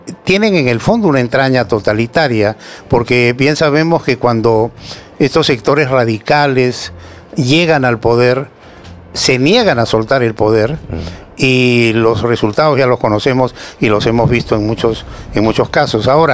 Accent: Peru; para hoy en adelante marchar como peruanos unidos, tratando de sumar esfuerzos y de construir el futuro con, digamos, mayor compromiso de todos los peruanos en nuestros objetivos comunes.

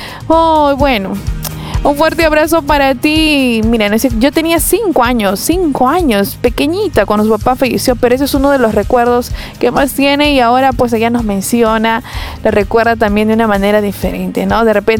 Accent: Chimbote, Ancash, Peru; born there; now in Lima, Peru

